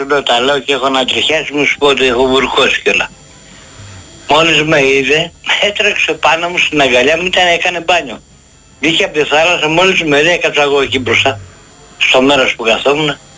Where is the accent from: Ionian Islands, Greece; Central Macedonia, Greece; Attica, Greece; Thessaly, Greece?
Thessaly, Greece; Karditsa; Στον Οροπό έφυγα, πήγα στην Καρδίτσα, στο χωριό μου, στην Λίμνη Πλαστήρα.